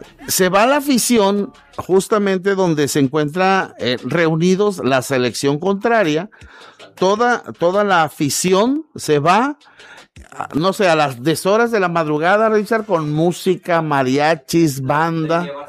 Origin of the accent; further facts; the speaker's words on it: Mexico; uno como mexicano